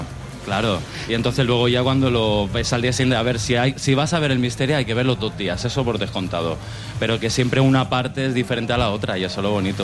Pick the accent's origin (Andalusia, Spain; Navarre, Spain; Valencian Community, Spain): Valencian Community, Spain; Elche; ya fuimos bajando aquí a mi tierra. Y entonces, estando aquí en Elche también